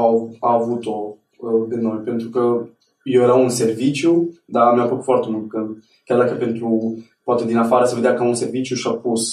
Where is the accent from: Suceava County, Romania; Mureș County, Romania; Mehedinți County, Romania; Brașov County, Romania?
Mehedinți County, Romania; born there; Eu m-am născut în Turnul Severin, undeva pe lângă Turnul Severin, într-un sat.